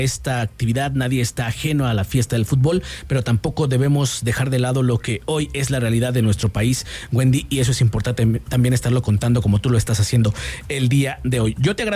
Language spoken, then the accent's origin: Spanish; Mexico